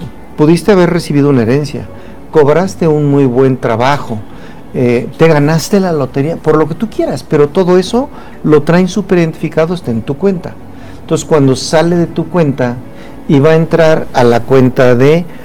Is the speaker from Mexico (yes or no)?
yes; Mexico; Decimos nosotros como mexicanos, el Poder Legislativo, diputados, senadores.